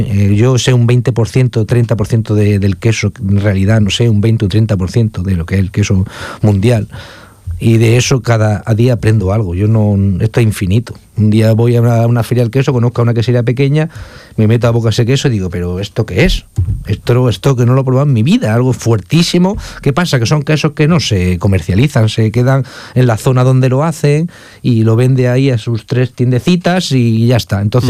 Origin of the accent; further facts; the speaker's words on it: Granada, Andalusia, Spain; estamos en Granada, yo soy de Granada